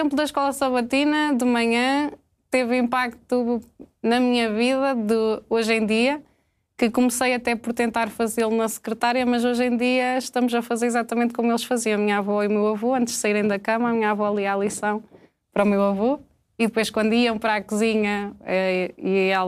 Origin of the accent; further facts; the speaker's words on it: Serpins, Coimbra, Portugal; Nasci na maternidade em Coimbra.